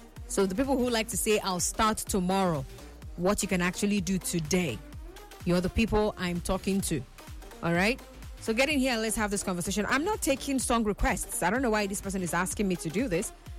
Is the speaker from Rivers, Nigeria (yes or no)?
yes; Port Harcourt, Rivers, Nigeria; from Port Harcourt.